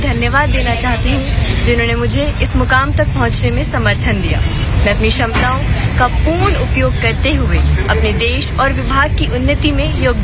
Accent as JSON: {"language": "Hindi", "region": "Delhi", "country": "India", "said": "और मैं दिल्ली की निवासी हूँ।"}